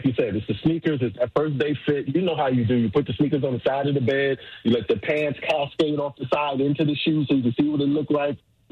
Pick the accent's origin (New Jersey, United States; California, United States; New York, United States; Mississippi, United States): New York, United States; Bronx; Growing up in the Bronx, man.